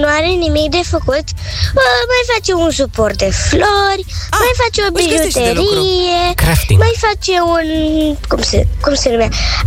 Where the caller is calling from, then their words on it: Brașov, Brașov County, Romania; din Brașov.